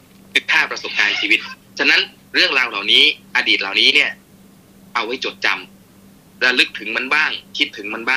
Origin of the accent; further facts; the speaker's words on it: Chumphon, Thailand; ผมเป็นคนชุมพรครับพี่